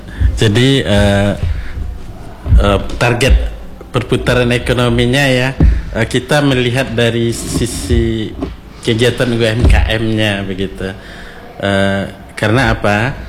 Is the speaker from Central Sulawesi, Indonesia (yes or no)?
no; Solok, West Sumatra, Indonesia; now in Batam, Indonesia; saya berasal dari Solok ya.